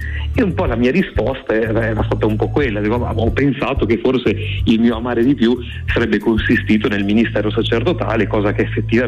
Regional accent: Parma, Emilia-Romagna, Italy; born or raised there

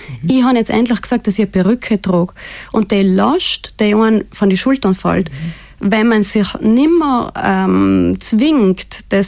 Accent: Trentino-Alto Adige, Italy; now in Austria; Also es ist für mich mein absolutes Herzensanliegen, das in meine Heimat zu bringen. Es war allem schon mein Wunsch, etwas in Südtirol aufzubauen. Jetzt bin ich halt der Liebe wegen und beruflich in Österreich aktuell geblieben.

